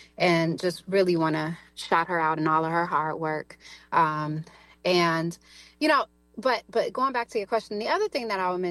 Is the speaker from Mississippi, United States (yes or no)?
yes; Jackson, Mississippi, United States; That was based in Mississippi, specifically in my hometown, Jackson, Mississippi, where since I was a child, I can remember protesting outside of the only abortion clinic in Jackson, Mississippi.